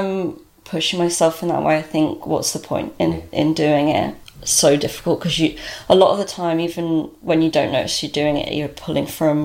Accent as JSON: {"language": "English", "region": "East of England", "country": "United Kingdom", "also_born_or_lived": "Norwich", "said": "I studied at Norwich University of the Arts, and I'm from Norfolk. I was from a little village in Norfolk, and then moved to Norwich and studied there, and then did my History of Art MA after, but I've always stayed in Norfolk. I love Norfolk."}